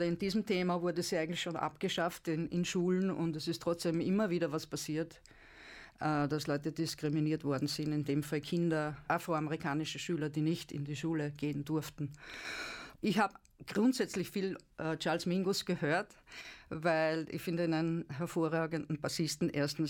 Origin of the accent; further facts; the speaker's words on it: Upper Austria, Austria; Ich komme ja aus Oberösterreich, ne?